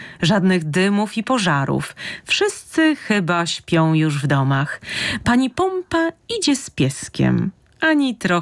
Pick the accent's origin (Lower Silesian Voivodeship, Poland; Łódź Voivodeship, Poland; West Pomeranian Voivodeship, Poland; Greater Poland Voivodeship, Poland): West Pomeranian Voivodeship, Poland; Szczecin; born there; jako szczecinianki z urodzenia i z wyboru